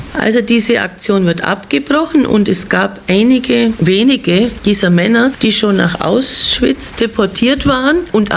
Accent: Bavaria, Germany; Also bei uns in Bayern ist das Wort Mischehen vollkommen damit besetzt, dass ein Evangelischer eine Katholikin heiratet oder umkehrt.

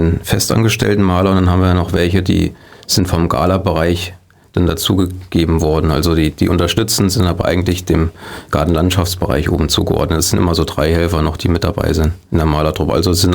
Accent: Niederhohen, Germany; das war ich damals auch in meinem Heimatort in Niederhohen

